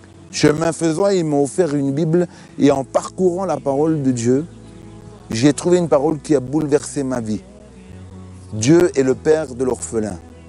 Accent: Algeria

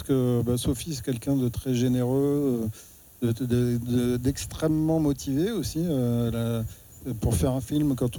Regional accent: Mauritius; je suis mauricien, moi.

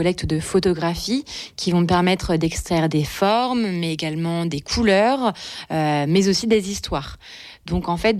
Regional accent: Nouvelle-Aquitaine, France; now in La Rochelle, France; je suis installée à l'atelier Blétry à La Rochelle, mais je suis originaire du nord des Deux-Sèvres, près de la ville de Bressuire.

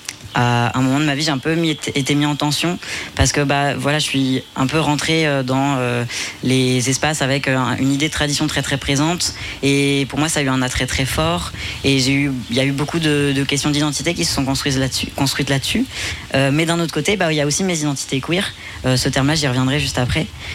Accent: Nantes, Pays de la Loire, France; je suis une personne blanche aussi, citadine. Moi j'habite à Nantes à la base, donc et puis j'ai toujours habité à Nantes

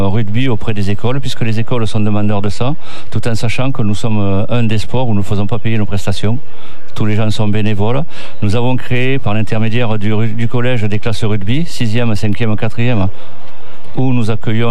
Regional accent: Occitanie, France; Moi, je viens du Gers, le vin plein air.

